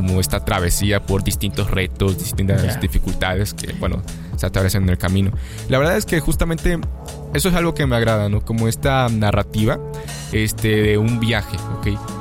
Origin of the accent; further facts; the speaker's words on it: San Andrés Tuxtla, Veracruz, Mexico; moved away as an adult; now in Xalapa, Mexico; pues yo pues, no soy de aquí, yo soy de San Andrés Tuxtla. Radico aquí pues ya desde hace unos años. Yo me vine a estudiar acá mi carrera